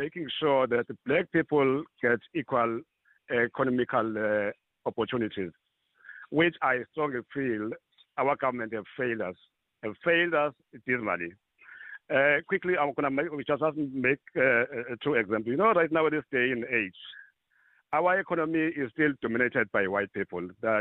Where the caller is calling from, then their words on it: Izingolweni, KwaZulu-Natal, South Africa; in my town, as I said, I'm from Izingolweni, is about one horse street.